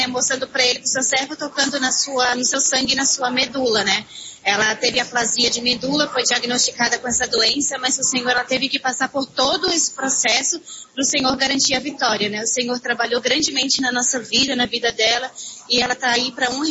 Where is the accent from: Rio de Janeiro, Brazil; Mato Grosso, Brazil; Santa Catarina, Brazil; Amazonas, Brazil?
Santa Catarina, Brazil; Florianópolis